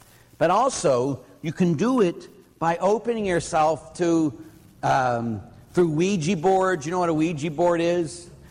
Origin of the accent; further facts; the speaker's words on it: Pittsburgh, Pennsylvania, United States; And at Waldemar, because we're from Pittsburgh, we came up there.